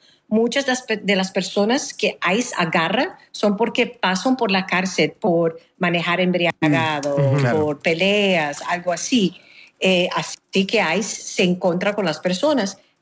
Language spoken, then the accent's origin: Spanish; Brazil; Spanish is a second language; now in United States; soy brasilera.